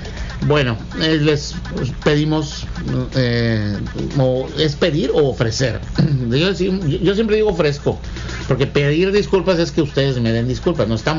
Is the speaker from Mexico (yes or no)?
yes; Mexico